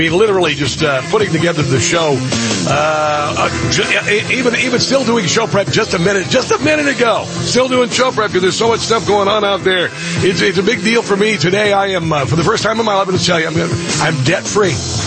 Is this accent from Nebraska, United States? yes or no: yes; Omaha, Nebraska, United States; now in Washington, United States; Omaha, Nebraska, by the way. That's my hometown originally.